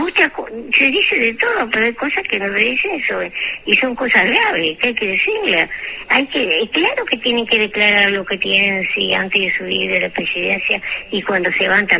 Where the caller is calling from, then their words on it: Rocha, Uruguay; Yo tengo familiares, yo soy de Rocha, tengo familia en todo Cebollatí.